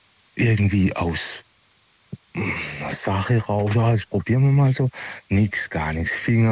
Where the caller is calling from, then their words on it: Pforzheim, Baden-Württemberg, Germany; Ja, da, von Pforzheimer Gegend.